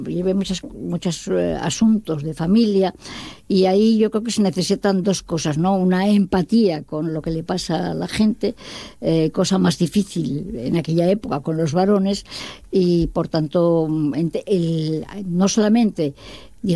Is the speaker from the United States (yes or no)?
no; Asturias, Spain; also born or lived in San Sebastián; yo nací casualmente en San Sebastián, al mes estaba en Asturias